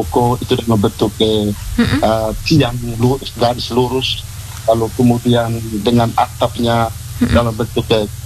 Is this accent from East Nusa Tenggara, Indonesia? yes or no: yes; East Nusa Tenggara, Indonesia; kami orang Ngada khususnya Jawa